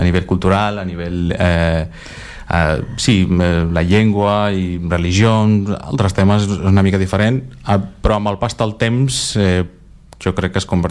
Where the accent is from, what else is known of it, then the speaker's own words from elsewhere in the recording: Azerbaijan; Catalan is a second language; now in Spain; De fet, vaig perdre 2 anys comparat amb els meus companys d'Azerbaijan. Primer vaig aprendre català el primer any i, clar, no sabia res, només anglès.